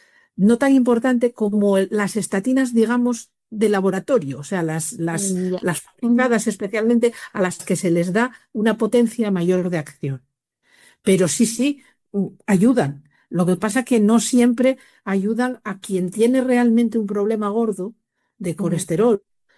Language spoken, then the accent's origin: Spanish; Llanes, Asturias, Spain; soy de Llanes.